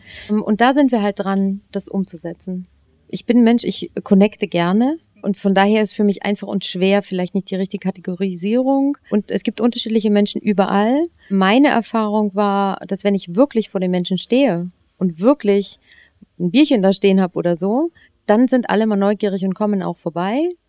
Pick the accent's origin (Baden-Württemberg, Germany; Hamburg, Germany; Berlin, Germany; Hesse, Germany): Hamburg, Germany